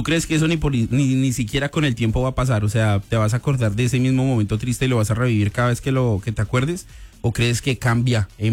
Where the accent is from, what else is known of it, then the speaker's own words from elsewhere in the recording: Colombia; Vea, la respuesta es de puro amor porque soy colombiano